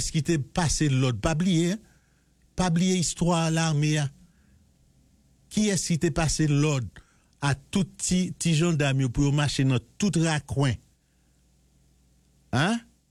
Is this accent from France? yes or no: no; Haiti; En tant qu'haïtien, l'homme on a parlé de l'armée, l'armée a gagné pile pour le raconter.